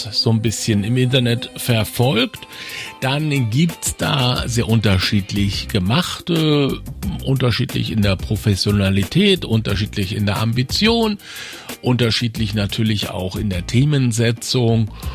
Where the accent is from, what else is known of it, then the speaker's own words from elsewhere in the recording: Mecklenburg-Vorpommern, Germany; Und ich bin in Mecklenburg aufgewachsen und ich bin auch schon zu DDR-Zeiten in Mecklenburg aufgewachsen und war am Ende der DDR durchaus auch schon volljährig.